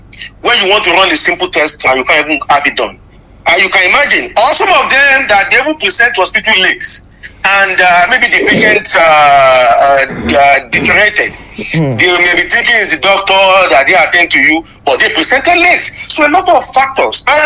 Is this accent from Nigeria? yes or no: yes; Nigeria; We are all Nigerian